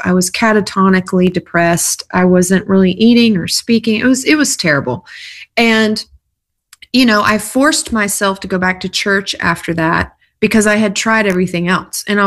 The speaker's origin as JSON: {"language": "English", "region": "South Carolina", "country": "United States", "tie": "born or raised there", "said": "Well, I grew up in South Carolina on a lot of acreage in a trailer out in the middle of nowhere."}